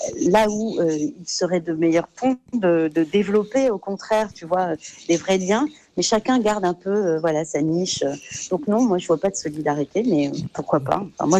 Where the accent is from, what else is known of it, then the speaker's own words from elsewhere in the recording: France; j'ai grandi en France avec des référentiels autour de la culture